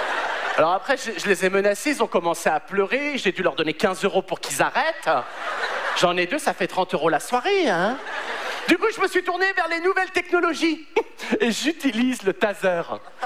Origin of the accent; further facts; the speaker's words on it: Paris, Île-de-France, France; Je leur ai dit bonjour, je suis de Paris, comment ça se passe?